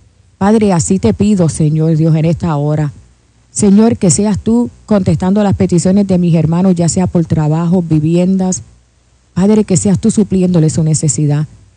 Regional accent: Puerto Rico; Yo soy boricua

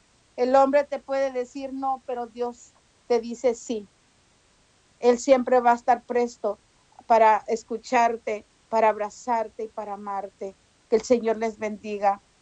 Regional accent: Mazatenango, Suchitepéquez, Guatemala; born there; moved away; Yo soy yo nací en Mazatenango

